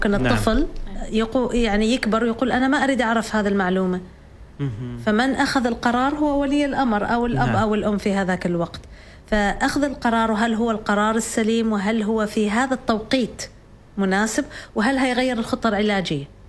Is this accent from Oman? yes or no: yes; Oman; إحنا كمجتمع عماني مجتمع مسلم